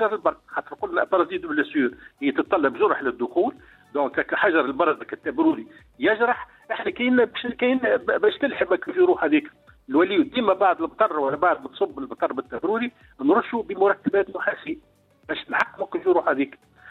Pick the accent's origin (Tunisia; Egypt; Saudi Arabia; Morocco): Tunisia; Sahel; ومعروفة عندنا في الساحل